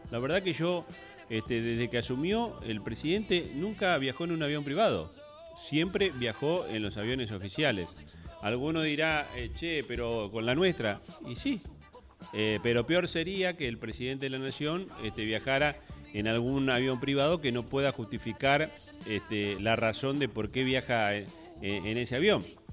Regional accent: Argentina

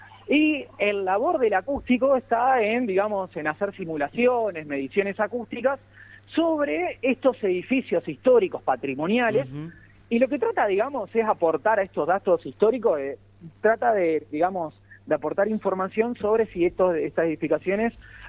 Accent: Santa Fe, Argentina; moved away as an adult; now in Buenos Aires, Argentina; yo hace ya unos 10 años que bueno, soy santafesino, me vine a Buenos Aires, sí, a estudiar esta carrera de Ingeniería de Sonido

